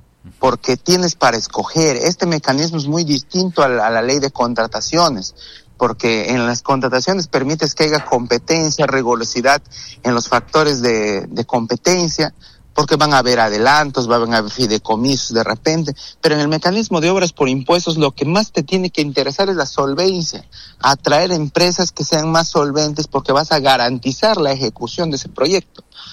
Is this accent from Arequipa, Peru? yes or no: no; San Martín, Peru; Yo soy de San Martín, entonces a mí no me gustaría que a mi región le vaya mal.